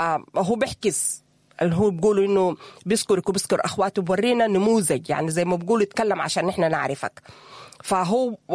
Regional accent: Sudan; ونحن يا أخوانا نحن كسودانيين ولا واصلين القمر نكون واقعين

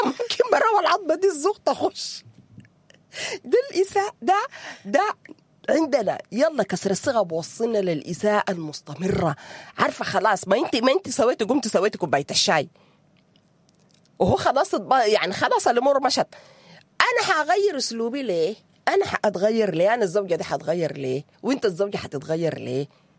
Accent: Sudan; احنا كسودانيين متعودين على الاحتزار، اهو ده احتزارنا يا ناس

